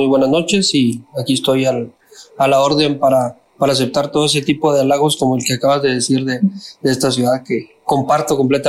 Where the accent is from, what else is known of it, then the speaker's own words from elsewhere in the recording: Cuauhtémoc, Chihuahua, Mexico; ya estudiando yo aquí en Cuauhtémoc, que siendo originario de Chihuahua, mis papás me trajeron muy joven a esta ciudad de Cuauhtémoc, y bueno, yo estudié toda mi formación educativa es aquí en esta ciudad, excepto la universidad